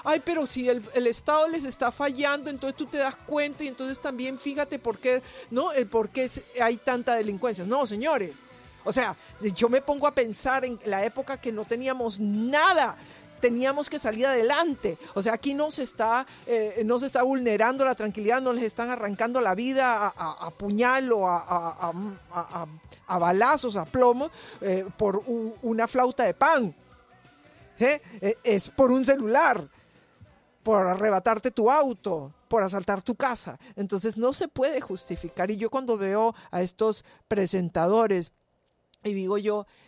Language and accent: Spanish; Peru; moved away; yo como peruana, que tengo mucha familia en mi país